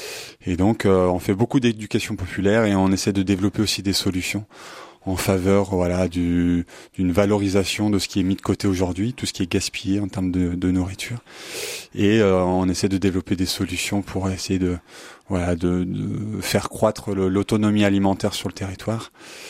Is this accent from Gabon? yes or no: no; Bourgogne-Franche-Comté, France; je viens d'un petit village au fond de la campagne nivernaise. J'ai 33 ans.